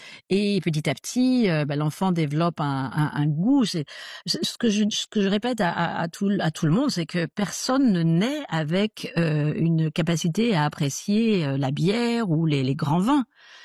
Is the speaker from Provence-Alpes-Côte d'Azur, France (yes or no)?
no; Normandy, France; moved away as an adult; now in Adelaide, Australia; Moi je suis de Normandie